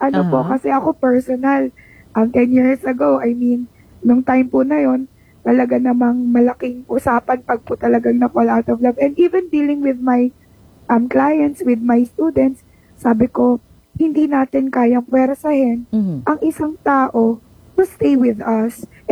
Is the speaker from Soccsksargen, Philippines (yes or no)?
no; Calabarzon, Philippines; hindi rin natin sa amin sa Tagalog, sa Batangas, hindi natin makarok.